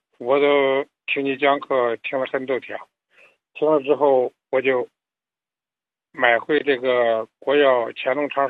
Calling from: Qian'an, Hebei, China; 我是唐山市迁安的。

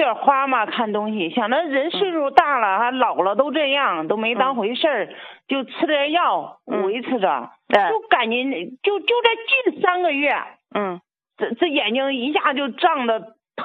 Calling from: Zhengzhou, Henan, China; 哎，王老师，我是郑州的

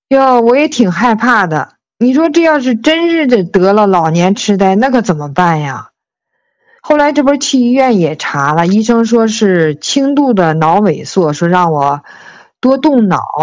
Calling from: Baoding, Hebei, China; 我是河北保定的。

